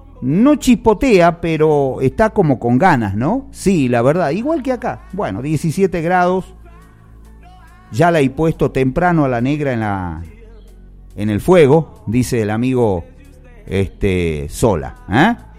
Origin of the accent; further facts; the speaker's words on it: Joaquín V. González, Salta, Argentina; todos somos anteños, ¿sí? Pero bueno, cada uno también tiene su gentilicio. Nosotros somos gonzaleños